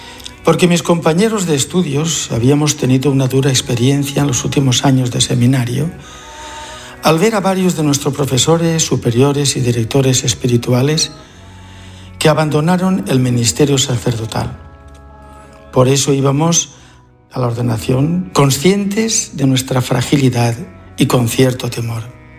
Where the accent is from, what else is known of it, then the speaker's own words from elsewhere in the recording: Vilamarchant, Valencian Community, Spain; La ordenación se celebró en la parroquia de mi pueblo natal, Vilamarchant, Valencia, donde ya había recibido todos los sacramentos de la iniciación cristiana.